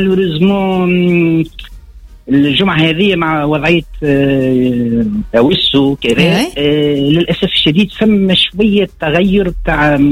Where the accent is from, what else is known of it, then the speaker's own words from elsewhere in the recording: Rejiche, Mahdia Governorate, Tunisia; born there; now in Ben Arous, Tunisia; انا بحكم خنتي مانيش مقيم برشا في رجيش.